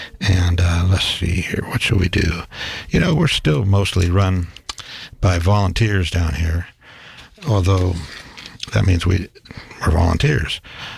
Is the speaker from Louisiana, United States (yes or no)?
no; Los Angeles, California, United States; When I was growing up in my hometown of Los Angeles